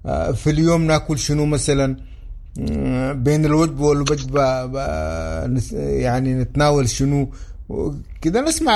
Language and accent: Arabic; Sudan; انا جيت كسوداني